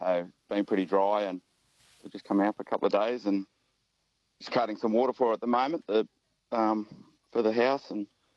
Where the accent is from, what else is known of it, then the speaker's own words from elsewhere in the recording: Gunnedah, New South Wales, Australia; Oh, I'm from over Gunnedah way.